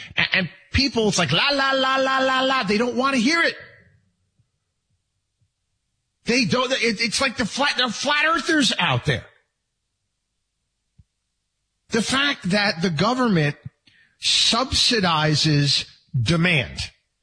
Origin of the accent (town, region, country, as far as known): Albany, New York, United States; born or raised there